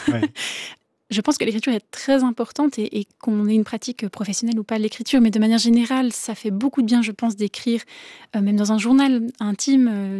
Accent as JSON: {"language": "French", "region": "Romandy", "country": "Switzerland", "said": "en tant que Suisse, que Suisse romande."}